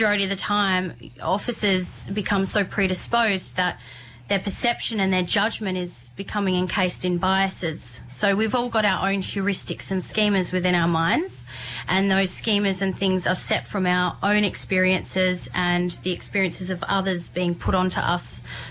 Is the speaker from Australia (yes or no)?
yes; Perth, Western Australia, Australia; I grew up on Wajog Noongar Boodja. So I was I grew up in the Perth Hills.